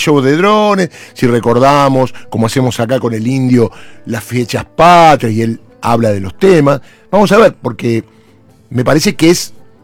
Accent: Argentina; Que si somos argentinos

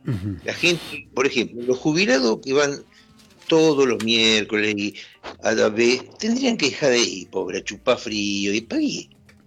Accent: Rosario, Santa Fe, Argentina

